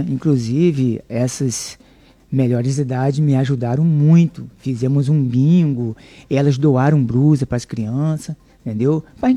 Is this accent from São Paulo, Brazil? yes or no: no; Campos dos Goytacazes, Rio de Janeiro, Brazil; sou de Campos Goytacazes.